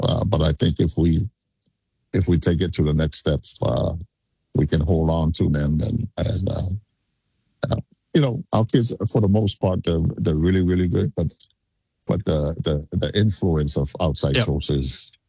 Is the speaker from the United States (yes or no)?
no; Tuamua, Samoa; a lot of people thought I was born in Texas. They don't know I came from Tuamua.